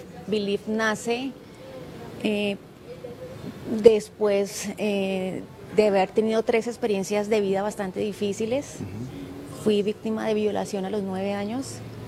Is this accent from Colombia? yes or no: yes; Colombia; para mostrar la verdadera cara de lo que somos de quiénes somos los colombianos.